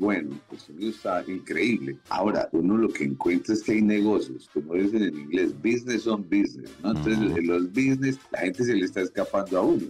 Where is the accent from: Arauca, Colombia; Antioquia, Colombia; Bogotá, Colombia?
Antioquia, Colombia; Medellín; now in New York, United States; yo soy de las montañas, justamente de las montañas de Medellín, a ese barrio querido que se llama Aranjuez.